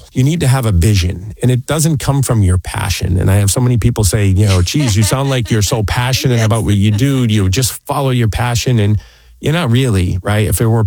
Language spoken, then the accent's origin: English; Bristol, Connecticut, United States; I grew up in Bristol, Connecticut